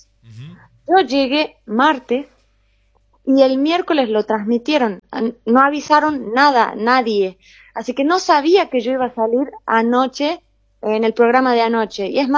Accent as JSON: {"language": "Spanish", "town": "Olta", "region": "La Rioja", "country": "Argentina", "tie": "born or raised there", "said": "yo no soy de La Rioja, yo no soy de la capital, yo soy de Olta, yo soy del interior."}